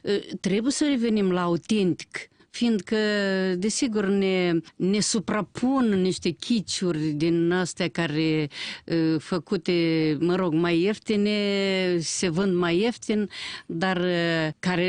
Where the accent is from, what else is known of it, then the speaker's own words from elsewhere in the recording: Moldova; la noi la sud